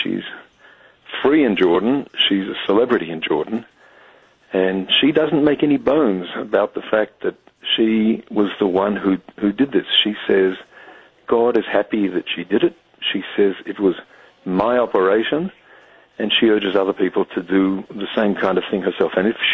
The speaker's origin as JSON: {"language": "English", "country": "Australia", "said": "Some of your listeners might be aware that I don't sound much like an American, and that's because I'm an Australian, born in Australia."}